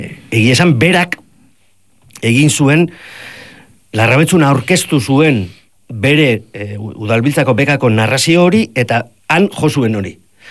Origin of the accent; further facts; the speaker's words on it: Basque Country, Spain; oso nire haurtzarora, ni euskaldun izateko nire modura eroaten nau